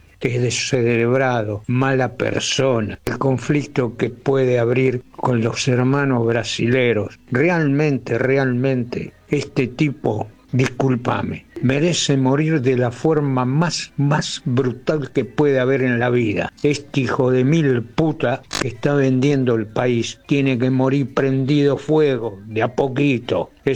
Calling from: Mar del Plata, Buenos Aires Province, Argentina; de Mar del Plata.

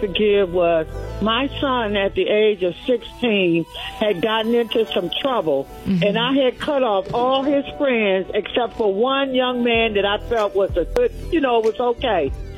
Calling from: Brandywine, Maryland, United States; I'm calling from Brandywine, Maryland.

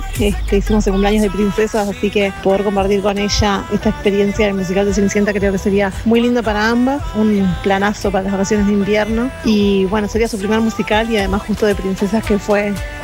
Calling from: Ciudad de la Costa, Canelones, Uruguay; soy de Ciudad de la Costa.

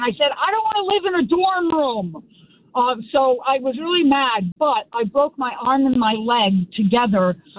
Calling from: Richfield, United States; I moved into a condo in Richfield about 6 years ago.

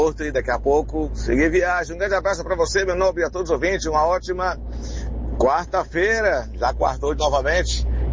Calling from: Portugal

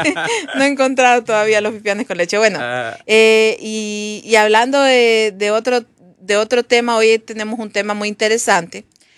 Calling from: Honduras; yo soy hondureña.

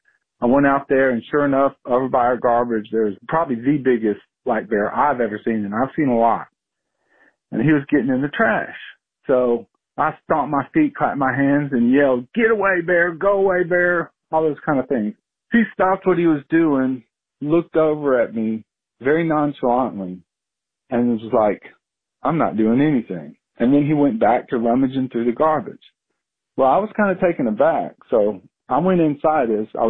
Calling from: Gulf Breeze, Florida, United States; I'm calling from Gulf Breeze, Florida. It's in the Florida Panhandle. I'm in a very residential neighborhood, but we've got a lot of black bears.

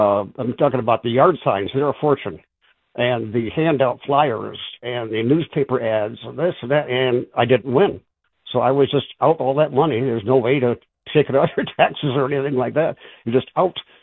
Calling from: Monroe, Michigan, United States; I ran several years ago for a city council seat here in Monroe.

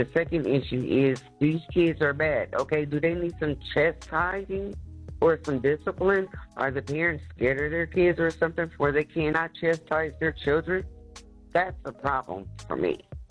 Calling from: Columbus, Ohio, United States; I'm calling from Columbus, Ohio.

